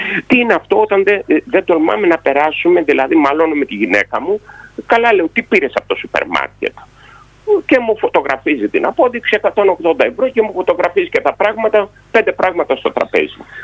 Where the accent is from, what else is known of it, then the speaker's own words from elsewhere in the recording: Central Greece, Greece; εγώ, επειδή είμαι Ρουμελιώτης και είμαστε δωρηήσιμοι, έτσι.